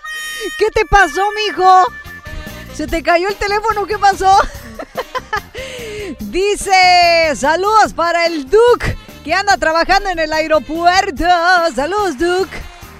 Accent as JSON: {"language": "Spanish", "town": "Ensenada", "region": "Baja California", "country": "Mexico", "said": "nos quejamos de lo nuestro en Ensenada, no estamos acostumbrados a tanto calor"}